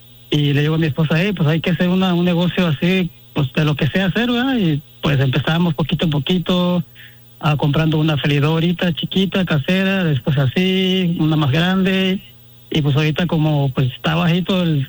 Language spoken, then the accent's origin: Spanish; Acapulco, Guerrero, Mexico; No, Piolín, yo soy de un estado muy bonito y una ciudad más bonita que no. Es el Acapulco, Guerrero.